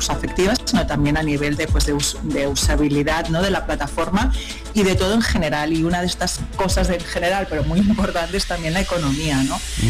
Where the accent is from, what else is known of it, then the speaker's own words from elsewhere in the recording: Spain; yo soy española y no vivo en Colombia